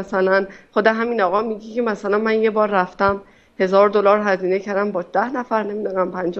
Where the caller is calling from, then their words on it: Tehran, Tehran Province, Iran; من از تهران هستم.